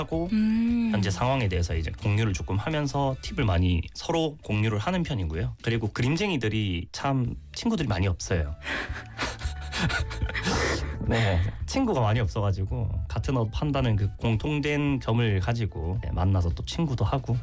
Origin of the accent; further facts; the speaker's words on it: Busan, South Korea; 부산 토박이고요. 저는 부산이 좋습니다.